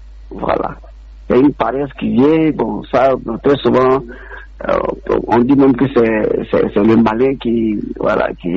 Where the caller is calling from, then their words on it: Abidjan, Côte d’Ivoire; J'appelle la paroisse de Saint-Bernard, Yopougon.